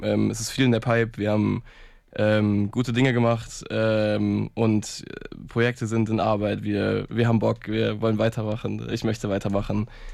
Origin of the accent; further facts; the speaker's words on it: Paderborn, North Rhine-Westphalia, Germany; ich bin 23. Ich komme aus Paderborn